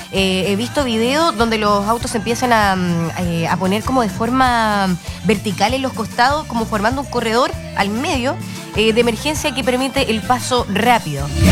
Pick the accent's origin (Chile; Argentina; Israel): Chile